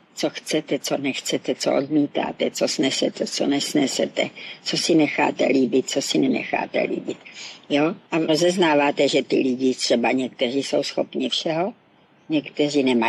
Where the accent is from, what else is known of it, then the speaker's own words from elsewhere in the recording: Moravia, Czechia; now in Prague, Czechia; A ještě k tomu v cizí, byla jsem z Moravy, nebyla jsem odsud, jako tu Prahu jsem vůbec neznala.